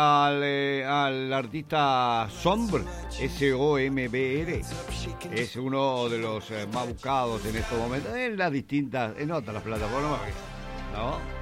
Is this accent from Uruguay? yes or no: yes; Uruguay; no somos latinos ni americanos, somos uruguayos.